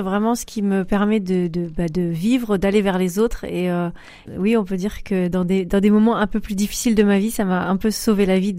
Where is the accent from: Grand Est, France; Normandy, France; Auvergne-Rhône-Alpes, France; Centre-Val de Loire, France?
Centre-Val de Loire, France; also born or lived in Réunion; now in Vimoutiers area, Orne, France; j'ai grandi plutôt en Eure-et-Loire, mais mes racines profondes sont l'île de la Réunion. Et si on va plus loin, Madagascar